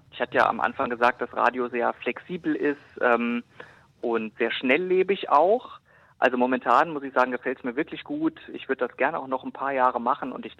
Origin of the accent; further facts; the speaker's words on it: Thuringia, Germany; ich komme ja aus Porterode oben am Inselberg